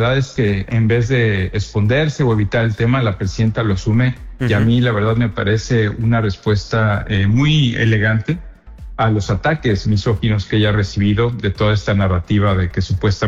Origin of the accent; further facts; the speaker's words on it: Mexico; nos une a todos como mexicanos y como mexicanas